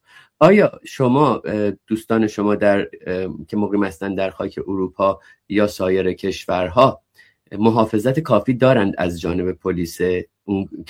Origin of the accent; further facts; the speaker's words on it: Iran; ما که غریبه نیستیم، ما خودمون ایرانی هستیم، حتما با ما میان صحبت میکنن.